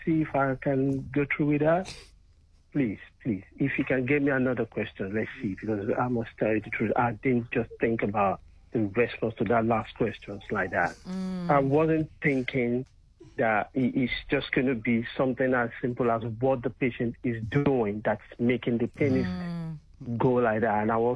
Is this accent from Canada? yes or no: no; Nigeria; now in United Kingdom